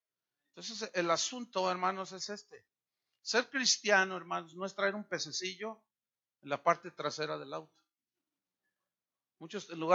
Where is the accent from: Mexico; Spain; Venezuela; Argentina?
Mexico; Pero ¿saben qué? Yo soy mexicano.